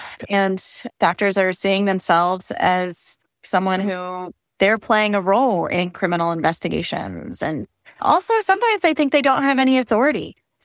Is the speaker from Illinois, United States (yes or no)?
no; Indiana, United States; In my home state, Indiana, you have to be 18 years old, and that's it.